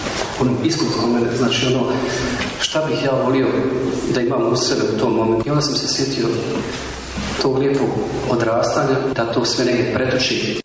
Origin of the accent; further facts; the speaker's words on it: Kozarac, Republika Srpska, Bosnia & Herzegovina; Ja sam iz Kozarca, inače, Kozarac je pod Prijedora, jednim Brđanima, i sad od tih Brđana postoji još sjever, pa se zovu Krčevine. E, tu sam ja rođen i odrastao i proveo te svoje djetinjstvo.